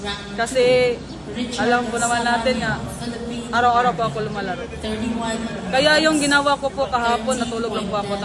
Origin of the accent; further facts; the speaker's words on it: Esperanza, Caraga, Philippines; now in Cebu, Philippines; Agusan del Sur po. Tapos sa Cebu po ako nag-base ng training.